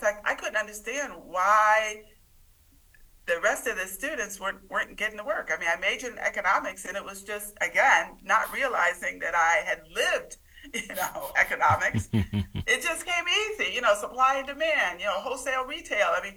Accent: Indiantown, Florida, United States; We lived in Booker Park. Okay, Indiantown growing up was segregated. I mean, it became integrated, but when I was growing up, it was still segregated.

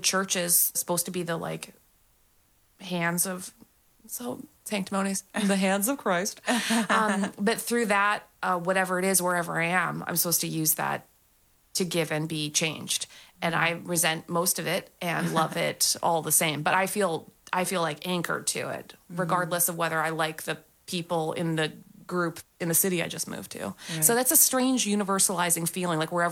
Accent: Canada; Like, I remember the first time I was introduced to American evangelicalism as a Canadian

